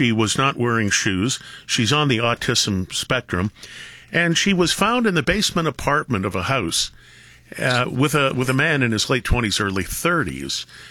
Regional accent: Toronto, Ontario, Canada; moved away; Toronto's my hometown.

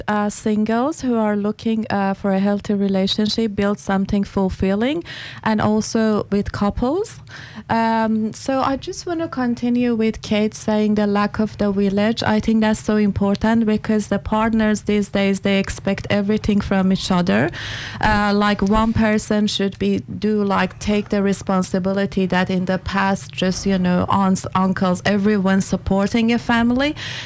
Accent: Iran; now in Australia; I'm originally from Iran. I'm Persian.

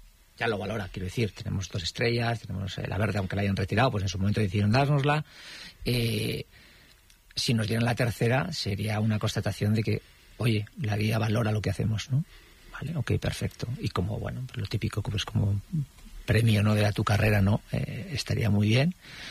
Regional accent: Vitoria-Gasteiz, Basque Country, Spain; donde viví toda mi infancia, hasta que me marché de casa, que está en un barrio obrero, en Zaramaga

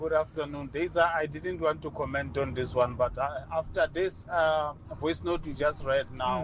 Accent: North West, South Africa; moved away; my hometown in Northwest, I won't say where in Northwest, but in Northwest

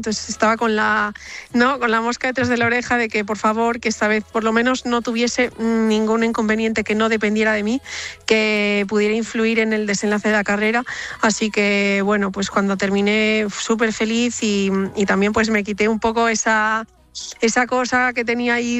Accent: Vigo, Galicia, Spain; also born or lived in Pontevedra; aunque yo soy de Vigo, Pontevedra es la ciudad donde empecé a practicar deporte con el atletismo cuando tenía 10 años

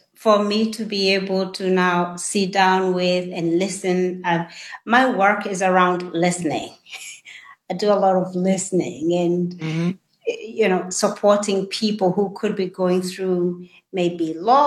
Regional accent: Kenya; I'm from Kenya and my mother was a school teacher. And I will say I was blessed to be born in that family.

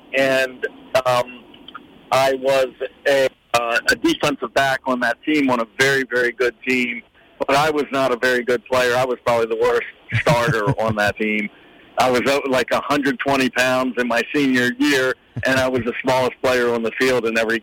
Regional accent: Baltimore, Maryland, United States; I grew up in Baltimore in a creative family, you know, a very standard middle-class family with my father and my mother. I'm one of four children in that family. Dogs, you know, grew up in the suburbs of Baltimore.

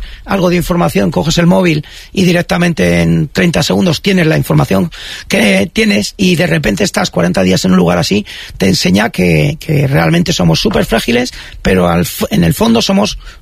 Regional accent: Íscar, Castile and León, Spain

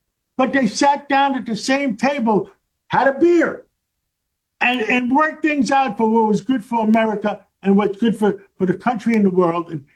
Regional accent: New York, United States; you know, I grew up in Harlem on 135th Street, and between Broadway and Amsterdam Avenue by City College, by Lewiston Stadium up there. I went to PS 192, 137th Street.

